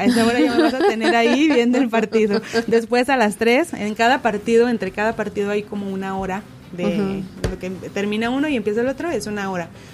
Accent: Mexico; es un mundial, pues, importante, está en nuestro país. Bueno, como compartido con otros 2 países, pero pues es parte de la actividad aquí en México

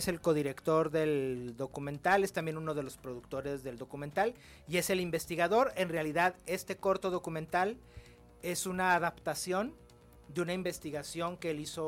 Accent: Guadalajara, Jalisco, Mexico; los dos somos tapatíos.

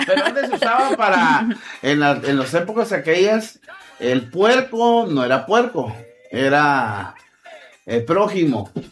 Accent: Mexico; soy bien mexicano

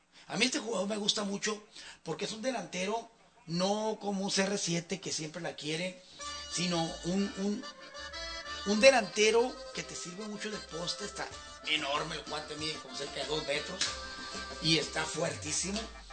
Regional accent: Mexico; Pues así somos los mexicanos.

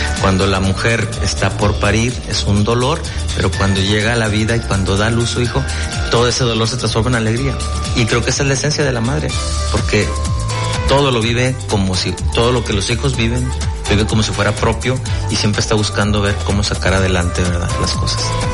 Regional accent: Mexico; Somos muy mexicanos, sí.

